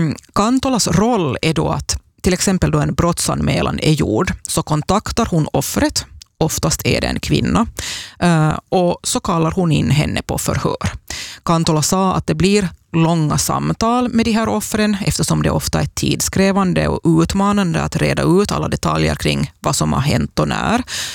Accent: Ostrobothnia, Finland; Både du och jag är ju österbottningar

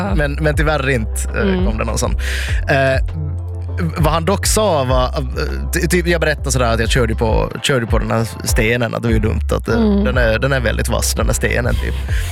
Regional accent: Ostrobothnia, Finland; Alltså, som österbottning, som vit, som finländare, som finlandssvensk etc.

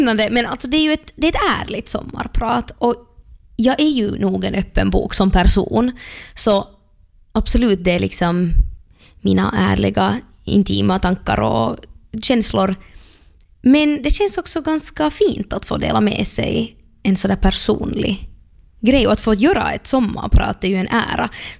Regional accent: Helsinki, Uusimaa, Finland; now in Stockholm, Sweden; det är i min hemstad

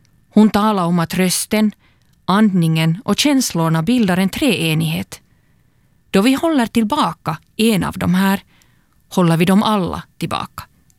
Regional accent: Turku, Southwest Finland, Finland; från Åbo och tänkte berätta om vilken roll psalmen … haft för mig.

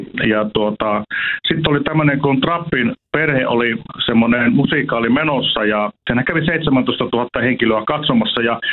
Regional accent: Mikkeli, South Savo, Finland; No minä menin tuolla Mikkelistä, kun olen kotoisin, niin ensimmäisenä menin Stoppariin.

